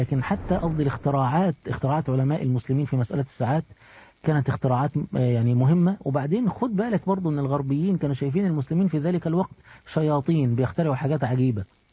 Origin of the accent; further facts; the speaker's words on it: Egypt; يعني مثلا إحنا عندنا في مصر النقاب قليل، النقاب قليل، المتدينة الموجودة في مصر هي المتدينة التي تكشف وجهها